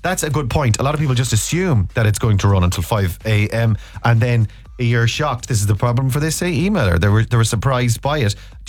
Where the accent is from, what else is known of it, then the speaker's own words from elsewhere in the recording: Ireland; We're Irish though, I suppose, and we're accustomed to going all night.